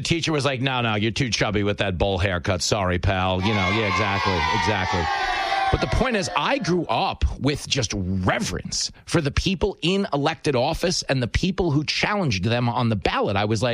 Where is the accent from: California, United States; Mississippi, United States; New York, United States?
New York, United States; Levittown; when I was a little kid, growing up on Long Island, Levittown, Abbey Lane, we had a congressman come to our class one day